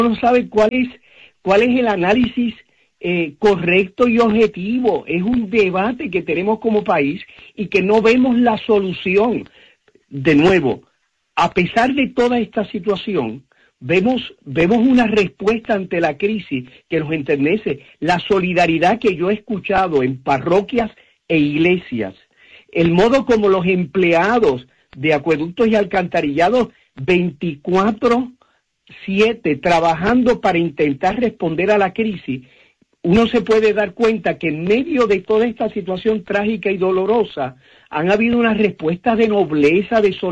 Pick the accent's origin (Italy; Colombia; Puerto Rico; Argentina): Puerto Rico; sin duda provoca en nuestra conciencia como puertorriqueño un sentido de urgencia y de solución.